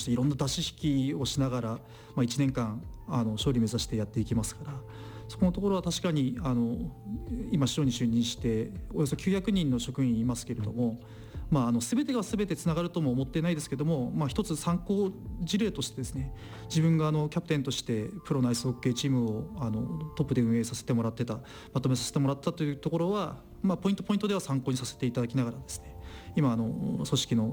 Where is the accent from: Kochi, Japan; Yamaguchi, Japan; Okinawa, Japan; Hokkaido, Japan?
Hokkaido, Japan; Tomakomai; also born or lived in Anyang, South Korea / Tokyo; now in Nikko, Japan; 地元の生まれも育ちも、まあ北海道の苫小牧ですんで、まあふるさとといえばふるさとですし